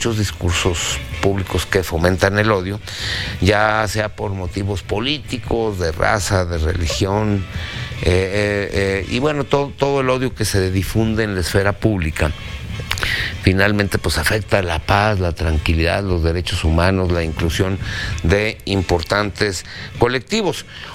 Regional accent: Mexico

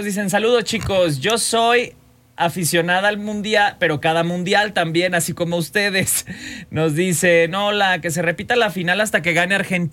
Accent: Aguascalientes, Mexico; now in Mexico City, Mexico; yo también hablo puro de Aguascalientes.

